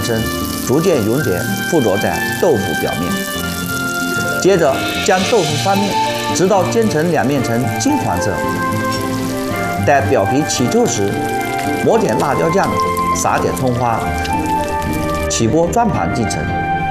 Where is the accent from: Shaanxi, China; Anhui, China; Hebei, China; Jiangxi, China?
Jiangxi, China; Nanchang; 我们南昌人特别爱吃的一个小吃